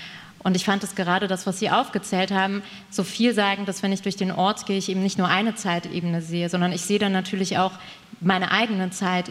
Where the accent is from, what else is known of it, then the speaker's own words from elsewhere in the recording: Hermeskeil, Rhineland-Palatinate, Germany; In Hermeskeil, wo ich geboren bin, wo ich aufgewachsen bin, gab es eine sehr kleine jüdische Gemeinde.